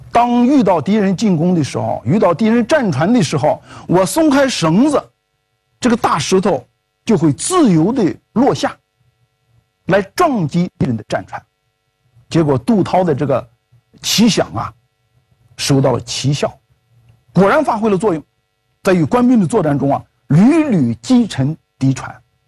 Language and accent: Chinese; China